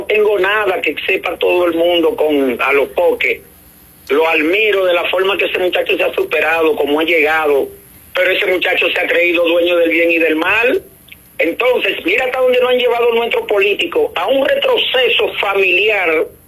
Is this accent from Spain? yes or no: no; Dominican Republic; él no me representa a mí como dominicano